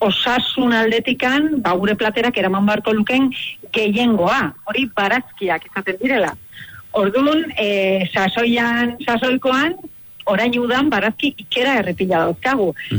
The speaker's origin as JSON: {"language": "Basque", "town": "Itsasondo", "region": "Basque Country", "country": "Spain", "said": "Ni itxasondokoa."}